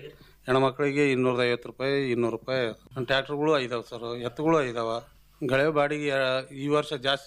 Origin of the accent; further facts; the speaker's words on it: Kalmala, Karnataka, India; ನಮ್ಮೂರಲ್ಲಿ ಕಪ್ಪು ಭೂಮಿ ಹೆಚ್ಚಾಗಿದ್ದಾವ್ರಿ.